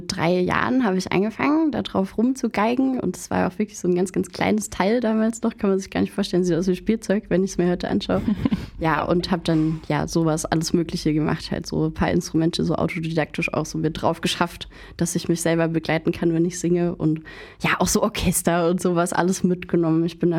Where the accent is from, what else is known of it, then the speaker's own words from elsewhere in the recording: Coburg, Bavaria, Germany; Ich muss gleich am Anfang aufräumen, weil ich weiß, es steht in meinem Pressetext, aber ich bin nicht geboren in Coburg tatsächlich, aber so Abi gemacht.